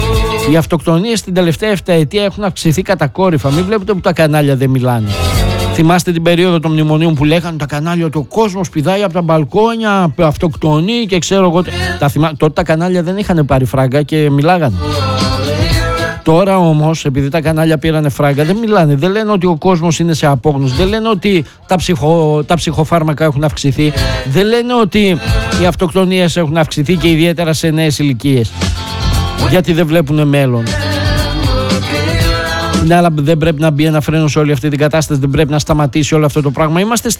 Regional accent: Greece

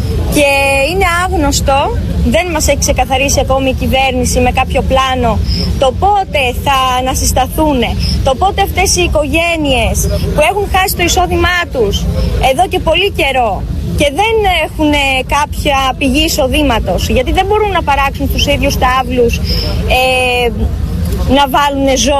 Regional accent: Almyros, Thessaly, Greece; και είμαι κτηνοτρόφος από τον Αλμυρό Μαγνησίας.

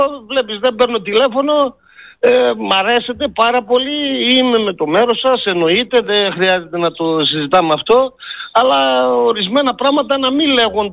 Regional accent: Germany; Τώρα μόλις σε παίρνω από τη Γερμανία, εγώ γεννήθηκα, μεγάλωσα, ζω στη Γερμανία. Είμαι 54 χρονών.

